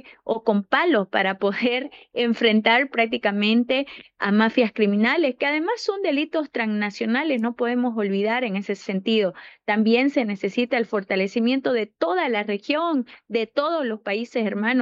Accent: Bolivia; lo que nosotros necesitamos como bolivianos

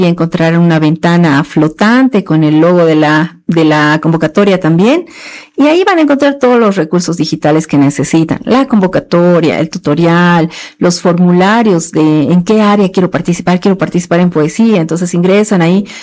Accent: Bolivia

